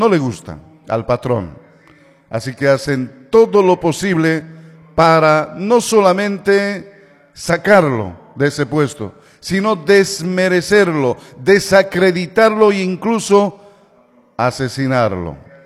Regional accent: Bolivia; como buenos bolivianos, hoy le rendimos homenaje a nuestra patria Bolivia.

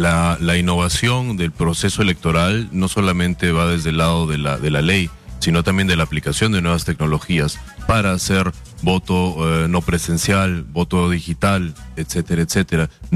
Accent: Arequipa, Peru; born there; accent: Central American; moved away; also born or lived in Germany; No, yo soy peruano, mi papá es alemán, he vivido en la mitad de mi vida en Alemania, pero sí, soy nacido en Arequipa.

